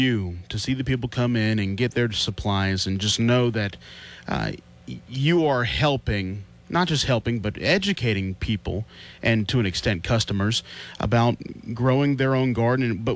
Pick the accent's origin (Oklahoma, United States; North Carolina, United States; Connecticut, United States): North Carolina, United States; where I grew up in Surry County, North Carolina, it's very different in terms of the soil and how dry or how wet. You know, Surry County is a lot more mountainous as well.